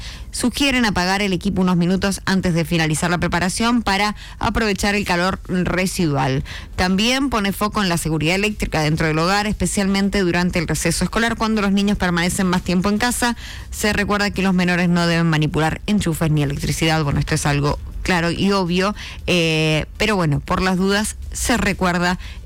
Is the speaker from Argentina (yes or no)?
yes; Argentina; nosotros somos argentinos